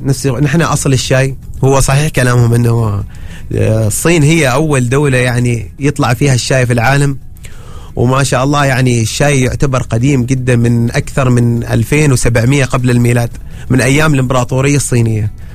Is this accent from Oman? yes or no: yes; Oman; عندنا في عمان.